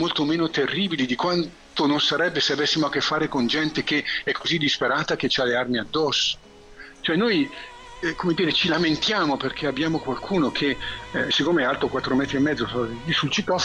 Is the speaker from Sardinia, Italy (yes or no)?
no; Milan, Lombardy, Italy; da milanese che qui a Milano